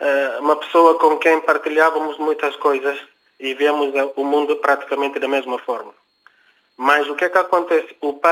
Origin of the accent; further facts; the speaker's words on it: Guinea-Bissau; Quando da nossa infância na Guiné, eu com ele, era um amigo, era um colega, mas também era um amigo que me apreciava muito.